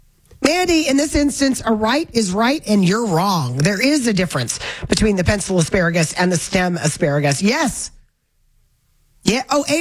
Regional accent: the South, United States; And growing up in the South

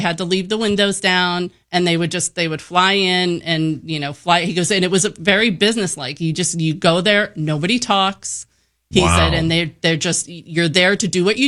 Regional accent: New York, United States; accent: New York; now in Orange, United States; When I moved out here, it was awful because I had my New York accent

